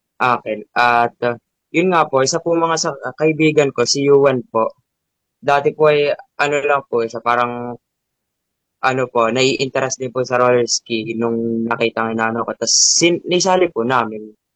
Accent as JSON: {"language": "Tagalog", "town": "Morong", "region": "Rizal", "country": "Philippines", "said": "Ako lang po yung taga-Morong."}